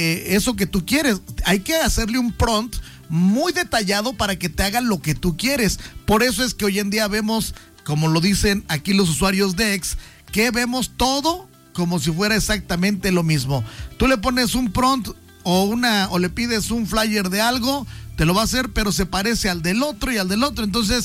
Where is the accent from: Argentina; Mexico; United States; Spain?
Mexico; le tengo que ir a México porque soy mexicano